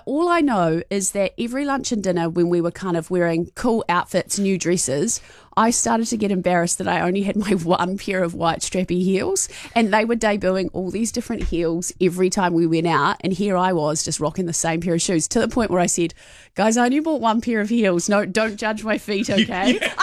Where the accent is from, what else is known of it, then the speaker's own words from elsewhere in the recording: New Zealand; Or is that just me as a Kiwi?